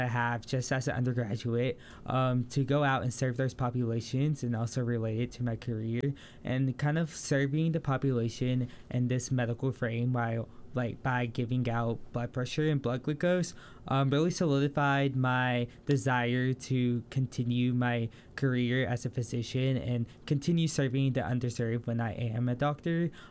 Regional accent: Mississippi, United States; moved away as an adult; I grew up in Mississippi, which is like one of the poorest states

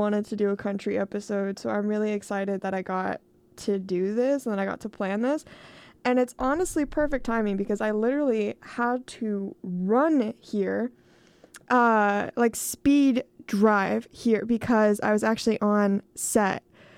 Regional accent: Houston, Texas, United States; my family actually moved out into the middle of country nowhere, and so I drove 2 hours all the way back to my hometown of H-Town

